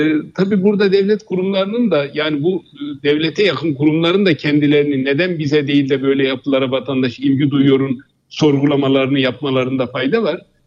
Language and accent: Turkish; Elbistan, Kahramanmaraş, Turkey; benim memleketim Elbistan